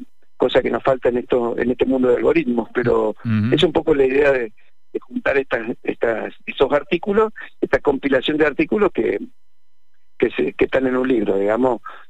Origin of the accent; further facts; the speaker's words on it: Córdoba, Argentina; now in Mendoza, Argentina; yo soy cordobés, soy enamorado de esta ciudad, que vine a estudiar diseño casualmente en el 85 y me quedé.